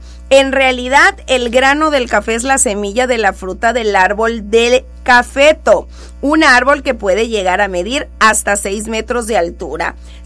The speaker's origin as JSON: {"language": "Spanish", "country": "Mexico", "said": "Como buenos mexicanos, luego no solemos sacar."}